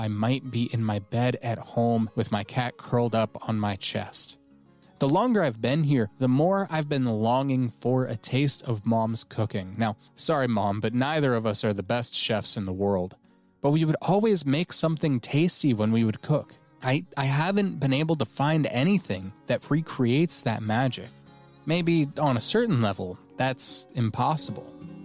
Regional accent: Colorado, United States

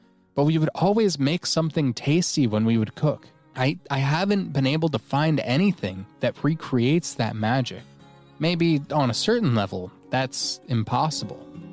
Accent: Colorado, United States; now in Australia

